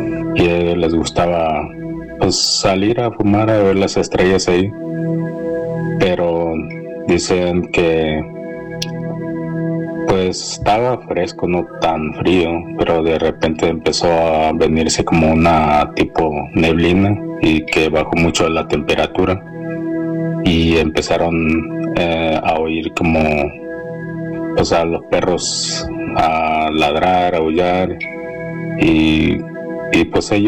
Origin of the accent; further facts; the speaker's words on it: Tijuana, Baja California, Mexico; now in Oregon, United States; Hola. Llamo de aquí de Oregón, pero soy originario de Tijuana.